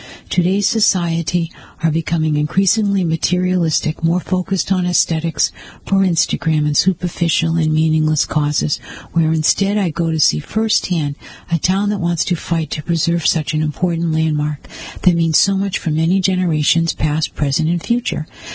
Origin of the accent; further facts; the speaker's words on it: Australia; who has worked on similar projects in my hometown in Australia